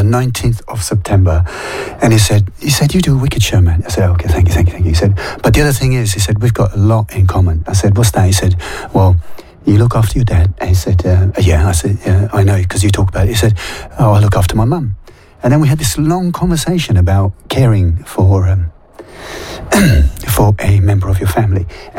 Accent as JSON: {"language": "English", "country": "India", "said": "is it my accent? Is it, can you tell from my accent that I'm Indian?"}